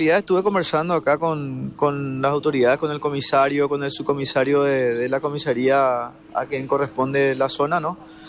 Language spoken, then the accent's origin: Spanish; Ipané, Central, Paraguay